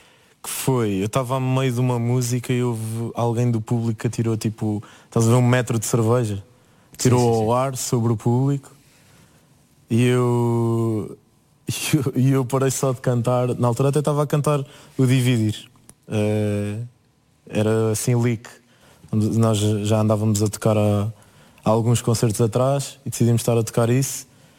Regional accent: Ourém, Santarém, Portugal; Eu digo sempre primeiro que sou de Orém, mas depois tenho que dizer que é, opa, o pé de Fátima.

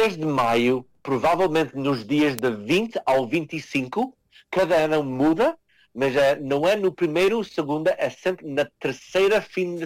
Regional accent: Azores, Portugal; accent: São Miguel; nunca esquecer de eu tenho o sotaque de São Miguel quando eu quero. Mas na escola, em casa, é sempre o português que eu conheci. Em casa é português. É sempre a minha língua.

